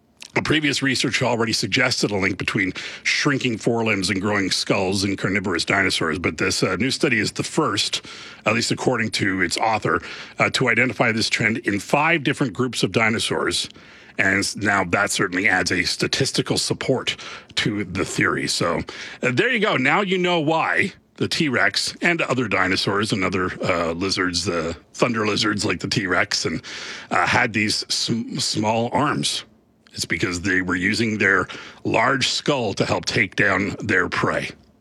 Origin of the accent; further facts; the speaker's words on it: Montreal, Quebec, Canada; also born or lived in Toronto, Canada; Because I grew up in cities in Montreal and Toronto, and then coming out to Calgary and then out into the Badlands and under that sky, boy, that's intimidating for the first time.